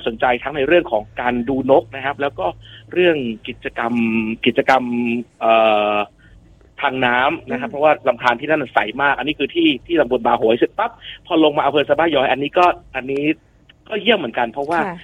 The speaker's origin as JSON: {"language": "Thai", "town": "Na Mom", "region": "Songkhla", "country": "Thailand", "said": "ผมเองเนี่ยเป็นคนสงขลาเป็นคนอำเภอนาหม่อม"}